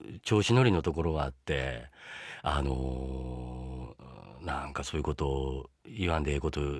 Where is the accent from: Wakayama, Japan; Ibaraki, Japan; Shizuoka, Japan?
Wakayama, Japan; 自分の地元の和歌山